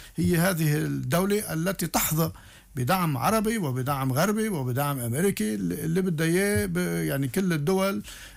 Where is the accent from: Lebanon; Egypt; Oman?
Lebanon; نحن كلبنانيين